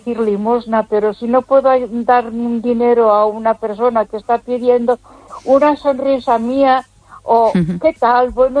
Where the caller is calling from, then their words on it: Ponferrada, Castile and León, Spain; de Ponferrada.